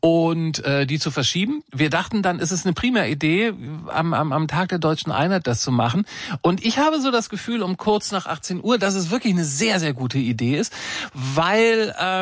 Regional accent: Lower Saxony, Germany; born there; Ich bin in Niedersachsen geboren worden, Ende der 60er Jahre.

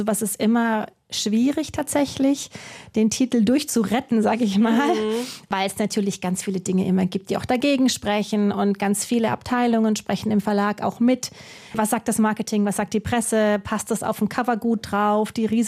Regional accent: southwest, Germany; Also ich komme ja aus dem Südwesten, vielleicht weil man doch als Kind dann öfter da war zum Wandern und so.

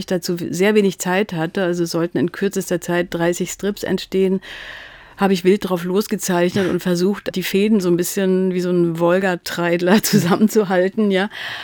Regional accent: Berlin, Germany; also born or lived in Hamburg; also ich habe damals schon nicht mehr in Berlin gelebt, meine Heimatstadt

